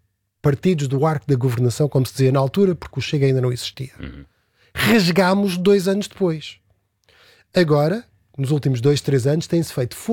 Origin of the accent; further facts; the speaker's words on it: Canada; now in Portugal; Eu cresci no Canadá, fui imigrante, sou filho do motorista e da senhora da limpeza.